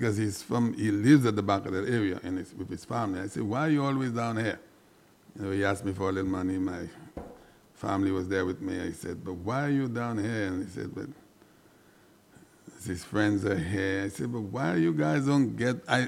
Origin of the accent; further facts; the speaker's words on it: Castries, St. Lucia; I grew up in the Marshall area. I am still there.